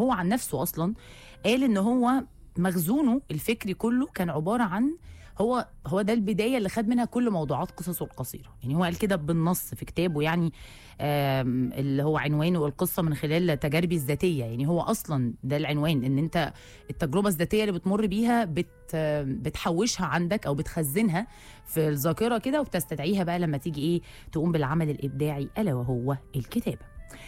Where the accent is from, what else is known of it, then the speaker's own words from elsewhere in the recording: Egypt; احنا كلنا كمصريين